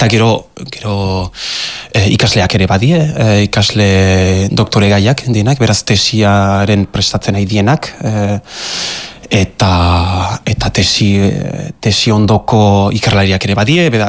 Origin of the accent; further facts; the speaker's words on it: Biriatou, Nouvelle-Aquitaine, France; also born or lived in Australia; iru urtere ez nituen Europarat etorri gineleik eta ondotik biriatu endaia inguruan azia eta bai, bidaso ingurukoa beraz.